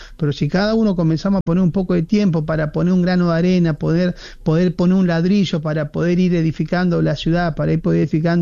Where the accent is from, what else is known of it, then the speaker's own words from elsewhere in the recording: Argentina; te das cuenta que soy argentino?